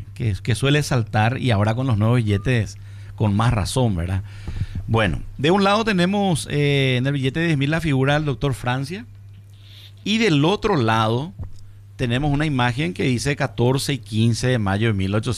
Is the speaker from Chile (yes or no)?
no; Paraguay